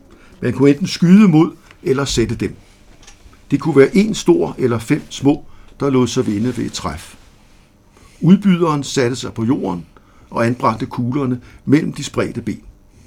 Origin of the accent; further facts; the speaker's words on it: Rødovre, Capital Region of Denmark, Denmark; born there; also born or lived in Værløse